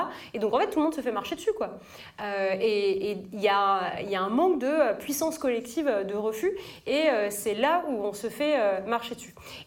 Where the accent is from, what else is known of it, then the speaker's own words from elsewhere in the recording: France; chez nous en France.